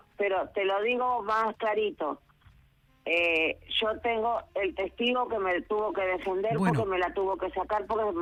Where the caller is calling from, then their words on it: Mar del Plata, Buenos Aires Province, Argentina; de Mar del Plata.